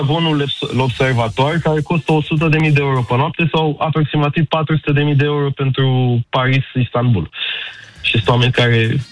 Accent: Bucharest, Romania; pentru un copil așa simplu cum sunt eu din Colentina Tei

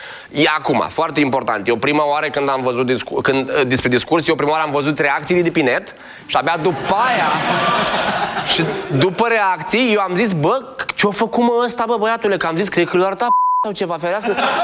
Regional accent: Moldavia, Romania; Scuze, sunt moldovean, am problemele astea.

